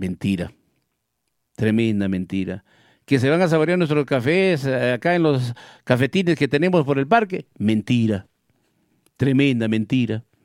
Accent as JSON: {"language": "Spanish", "town": "Villa Rica", "region": "Pasco", "country": "Peru", "said": "mi pueblo de Villarrica."}